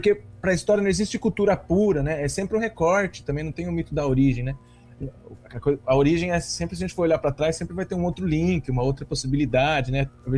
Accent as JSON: {"language": "Portuguese", "region": "São Paulo", "country": "Brazil", "said": "Achei algumas informações sobre a jazz band em São Paulo, de onde eu venho"}